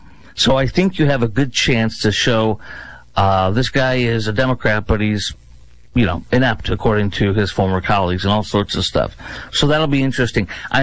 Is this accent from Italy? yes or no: no; Chicago, Illinois, United States; They do what they do in my hometown of Chicago.